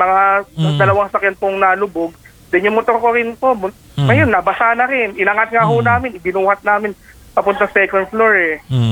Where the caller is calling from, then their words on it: Caloocan, Metro Manila, Philippines; Taga Bagong Barrio, Caloocan po ako.